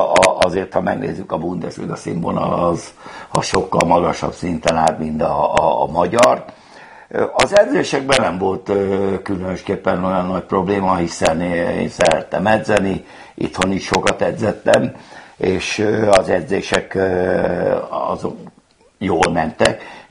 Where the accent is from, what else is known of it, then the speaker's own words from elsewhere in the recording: Hungary; Tehát abból induljunk ki, hogy magyar vagyok, tehát a magyarhoz legközelebb a görög áll.